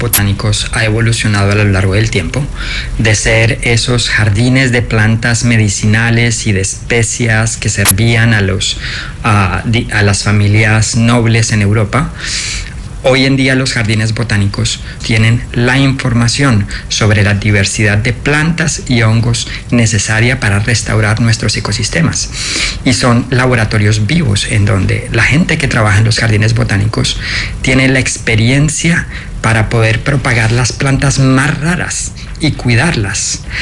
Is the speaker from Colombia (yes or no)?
yes; Colombia; Sí, la verdad, como colombiano yo creo que muchos, sobre todo de mi generación, fuimos víctimas y tenemos llevamos consigo esas cicatrices del conflicto.